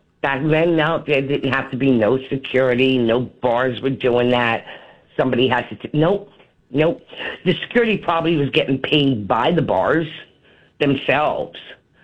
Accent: New Jersey, United States; I'm from New Jersey.

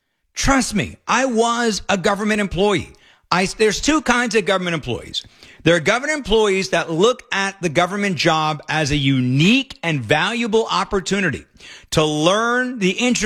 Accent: California, United States; As a taxpayer, as a Californian

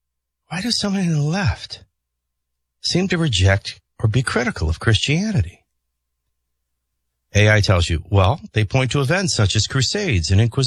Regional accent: Chicago, Illinois, United States; I was from Chicago, and I froze worse in New Orleans in the winter.

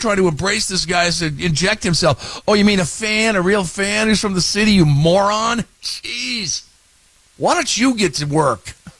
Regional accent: Elk Grove, California, United States; Let's go to my hometown of Elk Grove, talk to Troy.

